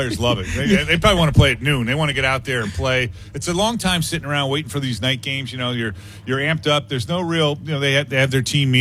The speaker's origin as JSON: {"language": "English", "town": "Wethersfield", "region": "Connecticut", "country": "United States", "tie": "born or raised there", "said": "I grew up on Westwood Drive in Weathersfield, Connecticut."}